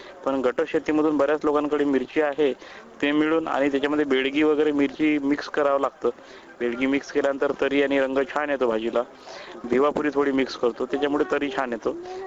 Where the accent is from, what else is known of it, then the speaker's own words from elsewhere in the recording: Matoda, Maharashtra, India; माटोडा तालुका मूर्तिजापूर जिल्हा अकोला.